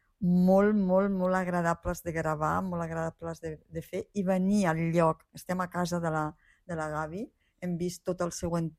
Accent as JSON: {"language": "Spanish", "country": "Colombia", "said": "yo estoy incluida también en el grupo de los argentinos, sí, pero yo soy colombiana, sí, sí, entonces sí, como ando con ellos"}